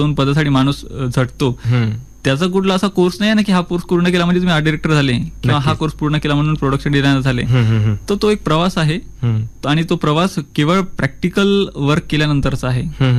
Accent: Yavatmal, Maharashtra, India; moved away; also born or lived in Nagpur / Mumbai; मूळ माझं गाव यवतमाळचं

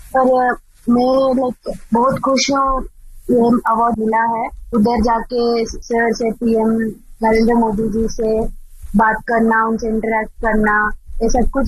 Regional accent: Andhra Pradesh, India; मैं आंध्र प्रदेश से हूं

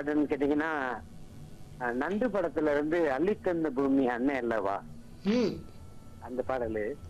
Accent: Madurai, Tamil Nadu, India; now in Karaikudi, India; நான் பிறந்து வளர்ந்ததுதான் மதுரை தான்

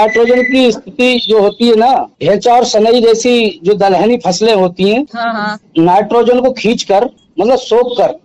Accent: Talgautiya, Uttar Pradesh, India; और मेरा गांव का नाम ग्राम तालगौटिया, पोस्ट सिमरा बोरीपुर, ब्लॉक क्यारा, तहसील जिला बरेली।

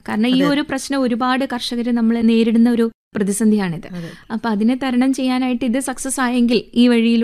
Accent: Wayanad, Kerala, India; നമ്മുടെ വയനാടിനെ കുറിച്ച് പറയുമ്പോൾ

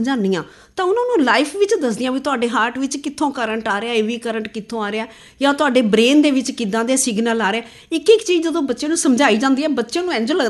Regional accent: Patiala, Punjab, India

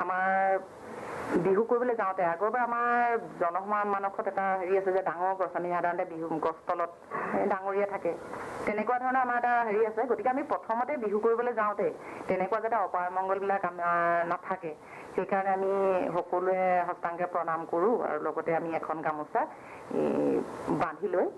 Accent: Assam, India; আমি গাঁৱৰ পৰা ওলাই গৈছোঁ, আমি আমাৰ অসমীয়া সমাজত এটা কথা আছে 3 বস্ত্ৰ ল'ব লাগে

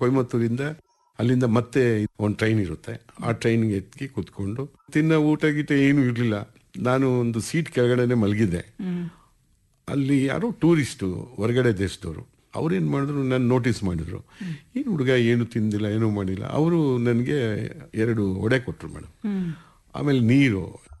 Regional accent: Bengaluru, Karnataka, India; ಎಲ್ಲಿಯವನು ನೀನು ಅಂದ, ಸರ್ ನಾನು ಬೆಂಗಳೂರು ಕರ್ನಾಟಕ ಸರ್.

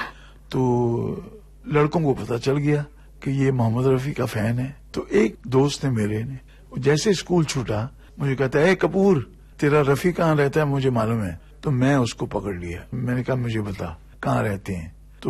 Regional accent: Amritsar, Punjab, India; मैंने कहा जी मैं पंजाब से हूँ। अरे बोले पंजाब से कहाँ से। मैं कहा जी मैं अमृतसर से हूँ।

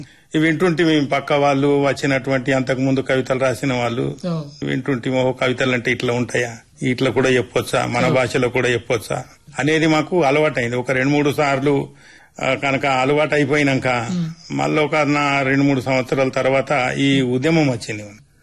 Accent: Adilabad, Telangana, India

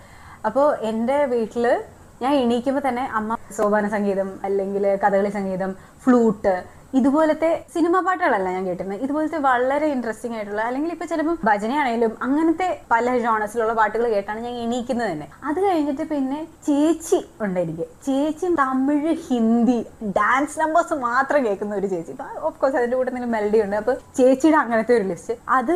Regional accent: Dubai, United Arab Emirates; ഞാൻ ദുബായിലാണ് പഠിച്ചത് വളർന്നതൊക്കെ.

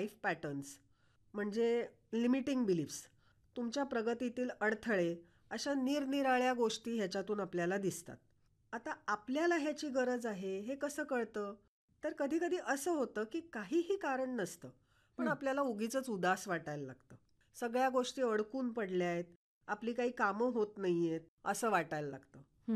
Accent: Mumbai, Maharashtra, India; now in Ratnagiri, India; मी मूळची मुंबईची. 2000 साली मी जेव्हा रत्नागिरीत आले तेव्हा माझ्यासाठी तो एक मोठा बदल होता.

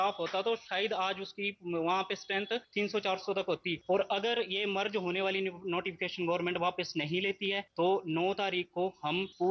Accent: Bhalai, Himachal Pradesh, India; और मैं भलई पंचायत का निवासी हूँ।

